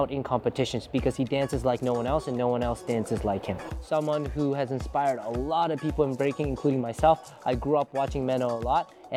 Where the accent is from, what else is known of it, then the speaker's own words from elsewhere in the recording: Vancouver, British Columbia, Canada; I come from Vancouver, BC, Canada, and I'm 27 years old.